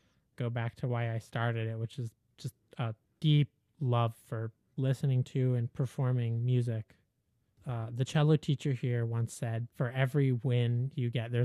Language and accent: English; Vermont, United States; Given that I'm from Vermont, I like to take walks.